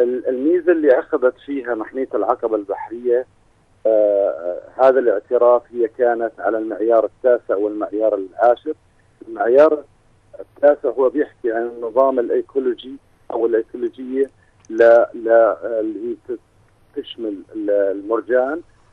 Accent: Jordan; إحنا عندنا بالأردن

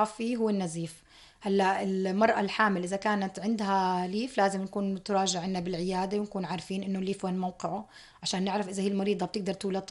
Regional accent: Jordan; عندنا في الأردن

